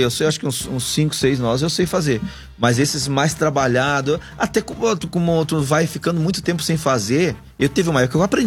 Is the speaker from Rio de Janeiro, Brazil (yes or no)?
no; Rio Grande do Sul, Brazil; lá pra minha região do Alto Uruguai